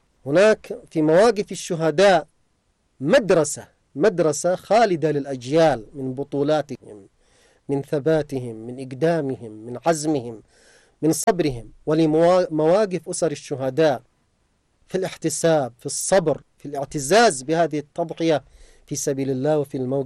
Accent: Yemen; ويستهدفون بلدنا اليمن من أجل هذا

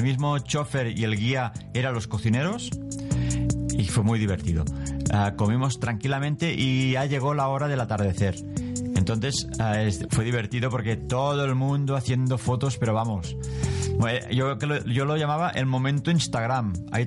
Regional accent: Barcelona, Catalonia, Spain; nosotros que somos de Barcelona

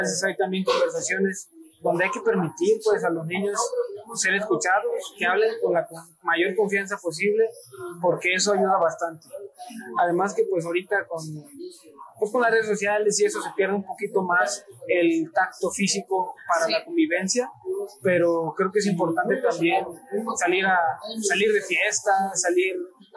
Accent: Puebla, Mexico; moved away; soy poblano

